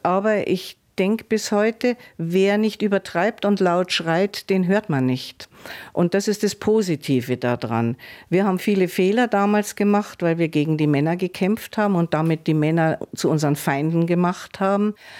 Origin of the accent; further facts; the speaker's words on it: Bavaria, Germany; ich fühle mich immer als Bayer, weil ich nun mal in Bayern geboren bin und sozialisiert wurde.